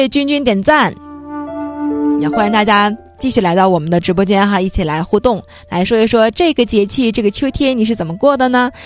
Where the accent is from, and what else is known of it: Jilin, China